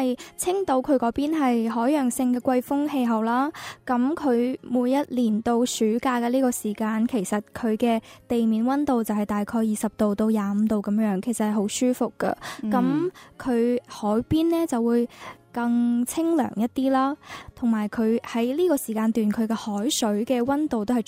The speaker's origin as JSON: {"language": "Cantonese", "town": "Guangzhou", "region": "Guangdong", "country": "China", "said": "我作为一个广州人"}